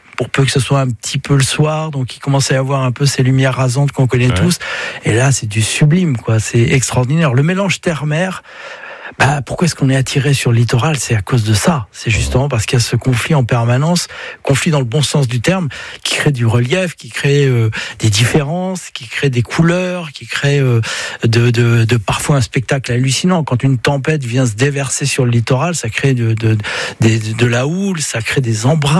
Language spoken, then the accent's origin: French; Brittany, France; je suis breton et puis je le ressens profondément.